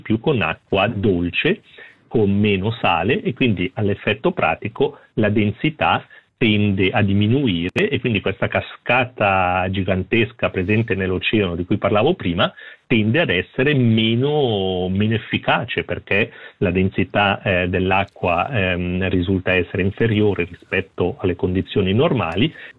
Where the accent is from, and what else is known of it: Switzerland